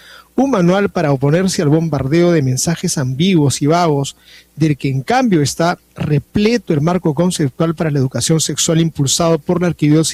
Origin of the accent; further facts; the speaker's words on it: Peru; que somos así los peruanos, en una parte de verdad, muy acogedores, muy afectuosos, muy respetuosos